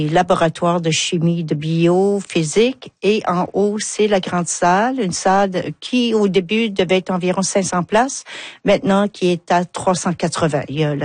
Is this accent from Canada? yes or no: yes; Carleton, Canada; je viens de Carleton